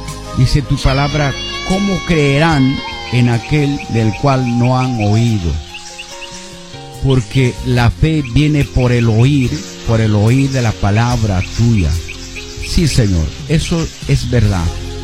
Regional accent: Peru; ten compasión de nuestra nación peruana.

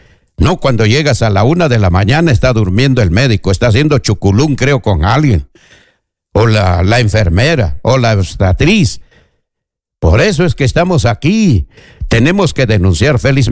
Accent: Peru; En el Perú, todos somos peruanos

